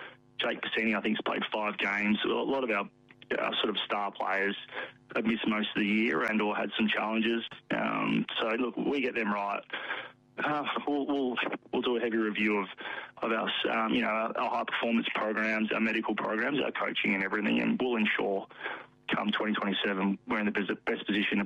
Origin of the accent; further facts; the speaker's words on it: Melbourne, Victoria, Australia; Well, I mean, look, you know, Phil and Andrew are aware I'm from Melbourne